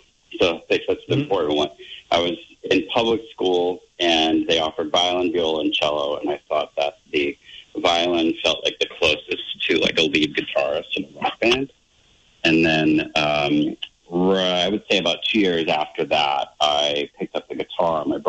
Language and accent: English; New England, United States; also born or lived in Bay Area; So I am based in Watertown, Massachusetts, born and raised in New England, lived for about a decade or so in the Bay Area.